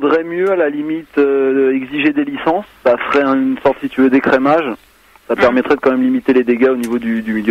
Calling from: Bordeaux, Nouvelle-Aquitaine, France; Bonsoir, j'appelle de Bordeaux, j'ai 31 ans

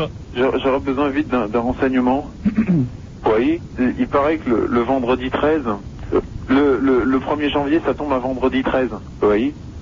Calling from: Hauts-de-France, France; Moi, j'appelle à côté de Tourcoing.

